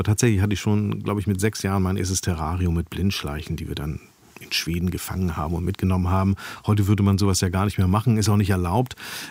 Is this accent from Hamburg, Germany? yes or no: yes; Hamburg, Germany; born or raised there